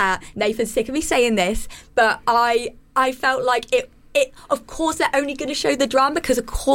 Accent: Southend-on-Sea, East of England, United Kingdom; So I'm originally from Southend in Essex.

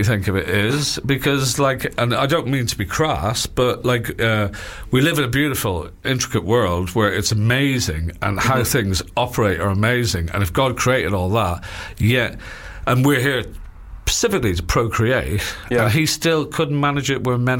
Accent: London, United Kingdom; born there; even though I was born in London, I'm so proud to be Irish.

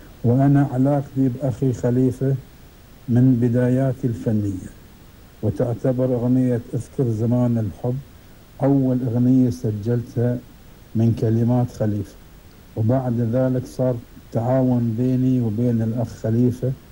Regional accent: Qatar; وأعزي جميع الفنانين القطريين

